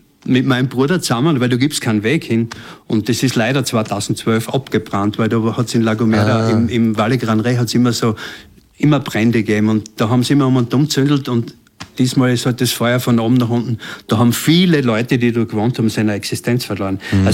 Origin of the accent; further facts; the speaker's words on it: Styria, Austria; Habe ich gesagt, nein, ich bin ein Steirer.